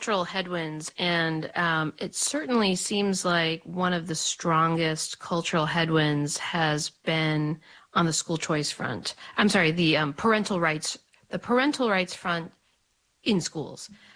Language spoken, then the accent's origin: English; Colorado, United States; my home state of Colorado